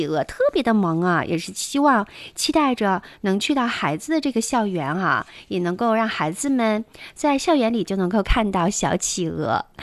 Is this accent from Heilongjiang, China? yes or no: yes; Heilongjiang, China